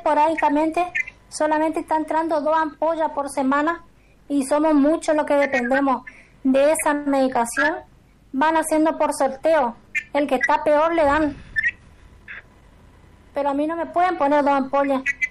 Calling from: Chaco, Argentina; Yo vivo en Villa Alta. Misionero Klein 156.

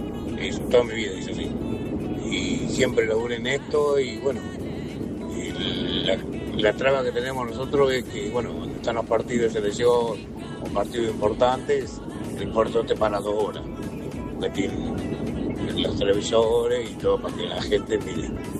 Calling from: Argentina; Yo soy de La Idea, soy camionero del Río Tubojó y ahora voy viajando para Rosario, pero soy de La Idea

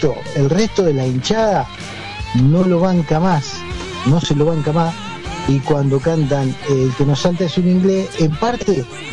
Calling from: Rosario, Santa Fe, Argentina; de Rosario

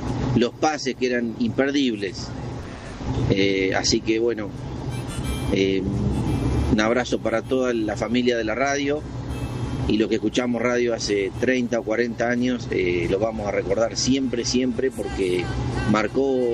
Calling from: Tapalqué, Buenos Aires Province, Argentina; de Tapalqué

